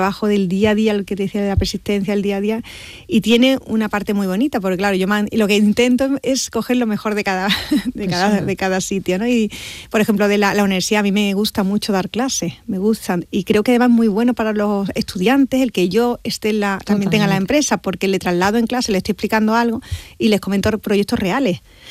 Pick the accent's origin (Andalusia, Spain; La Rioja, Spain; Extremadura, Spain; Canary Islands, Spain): Andalusia, Spain; es que somos andaluces.